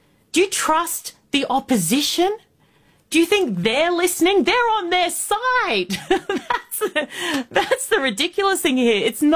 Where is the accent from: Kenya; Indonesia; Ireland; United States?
Indonesia; born or raised there; also born or lived in Australia